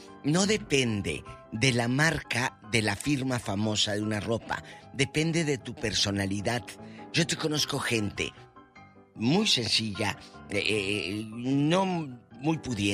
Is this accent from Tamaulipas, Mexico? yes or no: yes; Matamoros, Tamaulipas, Mexico; born there; also born or lived in Brownsville, Texas; yo toda mi vida la viví entre Brownsville, Texas y Matamoros, desde que tengo su razón. Mi vida se crió entre Texas y Matamoros. O sea, toda mi vida, la gente que somos de frontera